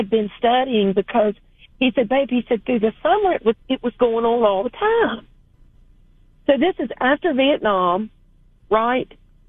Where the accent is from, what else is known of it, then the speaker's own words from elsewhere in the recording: Virginia, United States; I'm from the Langley Air Force Base area originally, so this isn't a real big deal to me.